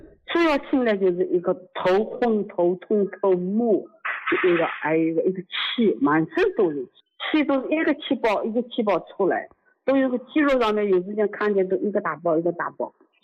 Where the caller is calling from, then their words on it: Zhuji, Zhejiang, China; 我是诸暨的。